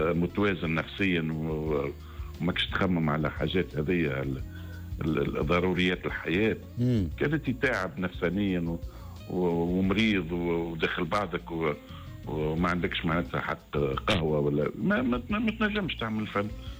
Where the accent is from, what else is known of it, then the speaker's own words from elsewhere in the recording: Tunisia; انا تونسي